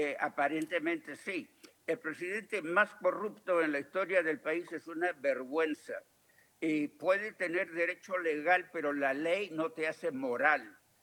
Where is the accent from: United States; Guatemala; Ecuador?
United States; Nosotros los estadounidenses